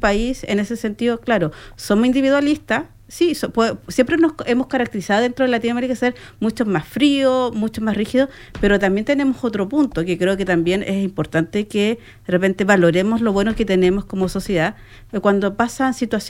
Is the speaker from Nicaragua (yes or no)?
no; Chile